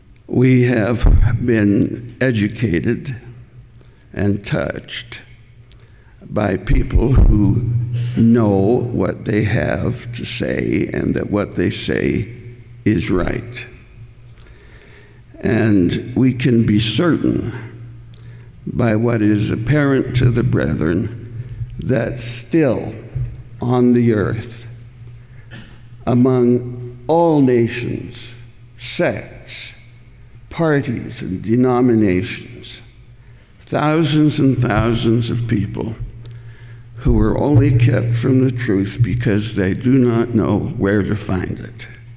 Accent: Edmonton, Alberta, Canada; born there; moved away; My mother and father and I were members of the First Presbyterian Church of Edmonton.

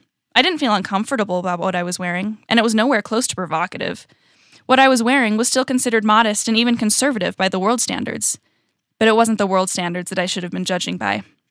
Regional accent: California, United States; born or raised there; also born or lived in Utah / Virginia

